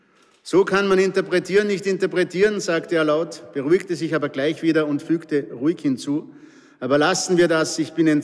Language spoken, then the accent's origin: German; Salzburg, Austria; accent: Pinzgau dialect; Mir als Pinzgauer und auch mit meinem Pinzgauer Dialekt